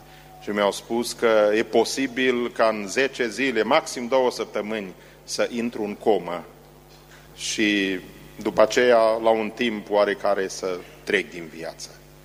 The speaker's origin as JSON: {"language": "Romanian", "country": "Romania", "moved": "yes", "said": "Nu, zic, din Europa sunt."}